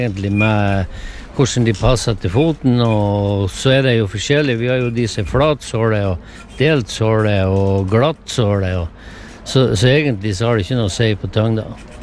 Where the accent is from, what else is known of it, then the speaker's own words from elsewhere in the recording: Ørnes, Nordland, Norway; Ja, kjem vi fra Ørnes i Meløy, alt med Saltstrømmen.